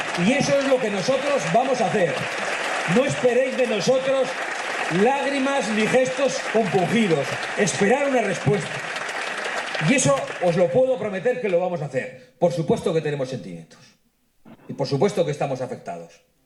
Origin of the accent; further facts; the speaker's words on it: Spain; Somos ciudadanos españoles. Nuestra patria es España. Nuestros padres, nuestros abuelos y nuestros bisabuelos estaban en España.